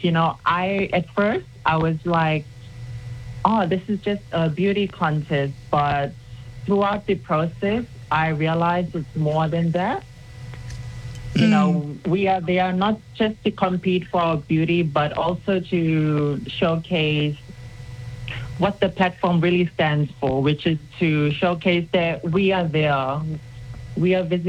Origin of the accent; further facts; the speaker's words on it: Fiji; moved away as an adult; now in Rarotonga, Cook Islands; I come from the wonderful islands of Rarotonga, Fiji, Puka Puka and Mangaia. Mm-hmm. And I was born here in Rarotonga and raised in Fiji. Mm. And I had come back to Rarotonga to finish my college years.